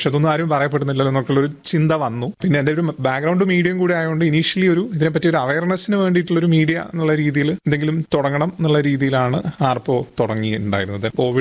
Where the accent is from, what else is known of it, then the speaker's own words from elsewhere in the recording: Kozhikode, Kerala, India; കാരണം ഇപ്പൊ ഞാൻ വരുന്നത് കോഴിക്കോട് നിന്നാണ്.